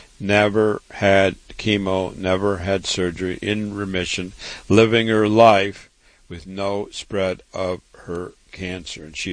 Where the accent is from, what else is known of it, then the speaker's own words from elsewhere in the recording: Waterloo, Iowa, United States; I was born and raised in Waterloo, Iowa, home sweet home.